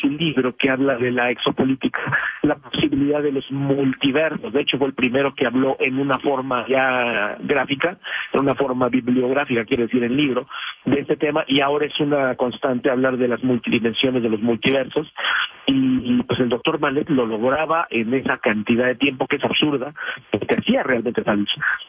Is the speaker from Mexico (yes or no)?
yes; Mexico